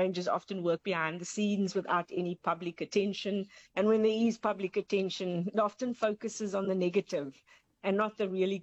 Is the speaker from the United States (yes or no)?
no; Cape Town, Western Cape, South Africa; moved away; But I grew up in Cape Town, and obviously growing up there, you're spoilt with beautiful beaches and lots of mountains.